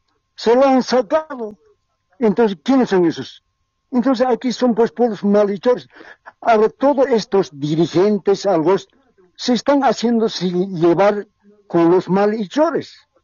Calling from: Cochabamba, Bolivia; Estoy llamando de Cochabamba.

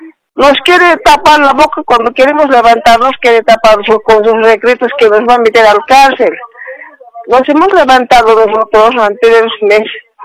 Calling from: La Paz, Bolivia; Estoy llamando de La Paz, de Ciudad de La Paz.

